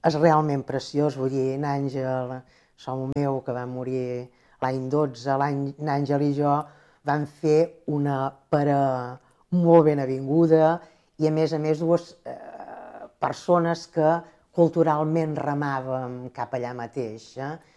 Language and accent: Catalan; Menorca, Balearic Islands, Spain; moved away; also born or lived in Barcelona / Tavernes de la Valldigna; Som una menorquina, de mare mallorquina, d'avi Vicenç, que he viscut 20 anys a Barcelona i que he estat casada i he anat molts anys a Tavernes de la Valldigna i en el País Valencià.